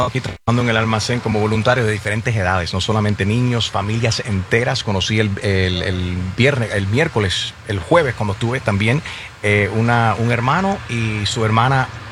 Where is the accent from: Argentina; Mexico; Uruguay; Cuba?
Cuba; madre también viendo estas imágenes y todo lo que está pasando con nuestros hermanos venezolanos, siendo cubana.